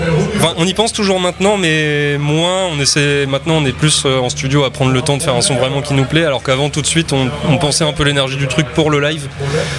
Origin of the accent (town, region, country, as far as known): Normandy, France; now in Caen, France